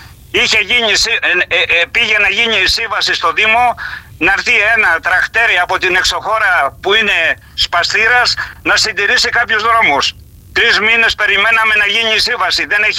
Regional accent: Agios Leon, Ionian Islands, Greece; Μεγάλωσα σε αυτό το χώρο και είμαι.

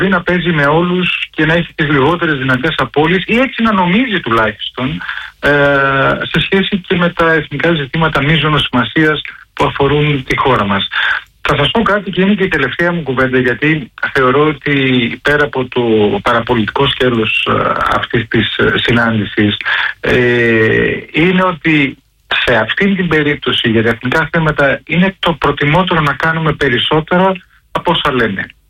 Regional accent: Thessaloniki, Central Macedonia, Greece; όπως αναπνέουμε δηλητήριο στην πόλη μου στη Θεσσαλονίκη.

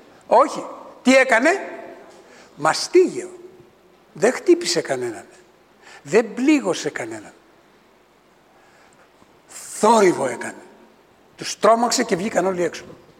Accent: Thessaloniki, Central Macedonia, Greece; moved away; Δεν το λέω επειδή είμαι Θεσσαλονικιός, όχι. Άμα ξύσεις λίγο θα δεις Κρήτη γράφει πάνω.

